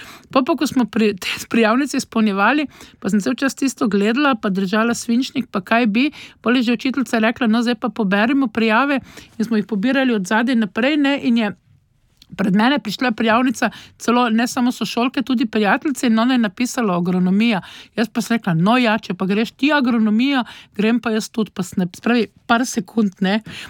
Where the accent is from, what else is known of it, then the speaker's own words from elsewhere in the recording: Ptuj, Drava, Slovenia; born there; accent: Styrian; also born or lived in Koper / Izola; sva se oba dva z bratom rodila v Kopru, potem pa nekje, ko sem bila stara 9 let, sta pa se iz določenih razlogov odločila, da se selimo čez celo Slovenijo na Ptuj nazaj, ne, tako da jaz navadno rečem, ja, vedno rečem, da sem primorka, po pa rečem, da sem čisto krni mešanec, ne, mama je Štajerka, oče je Notranj